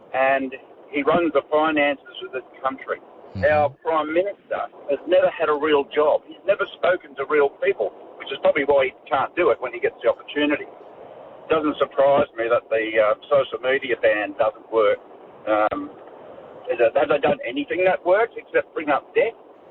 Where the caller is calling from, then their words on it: Queensland, Australia; I'm in North Queensland. I'm actually driving down to New South Wales